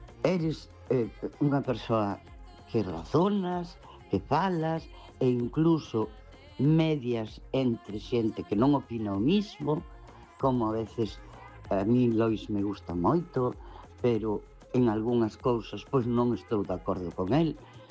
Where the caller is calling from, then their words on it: Ferrol, Galicia, Spain; Boas noites, Capelán. … de Ferrol outra vez.